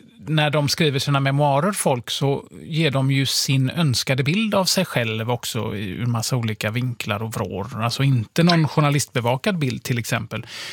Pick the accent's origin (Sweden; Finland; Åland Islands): Sweden; Kävlinge, Skåne; born there; Jag är ju född i Kävlinge. Det är ju vägg i vägg med Svalöv ju.